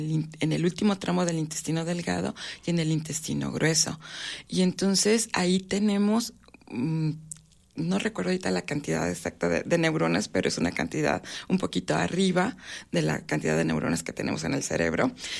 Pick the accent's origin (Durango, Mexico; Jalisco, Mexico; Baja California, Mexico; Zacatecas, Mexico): Durango, Mexico; si tú te vas al norte, hablo yo de mi tierra de Durango